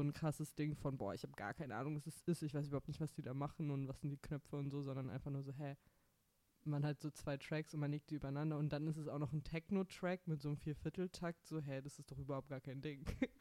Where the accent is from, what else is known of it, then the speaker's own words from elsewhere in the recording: Düsseldorf, North Rhine-Westphalia, Germany; Okay, also so meine ersten Berührungspunkte mit elektronischer Subkultur waren in Düsseldorf, wo ich aufgewachsen bin.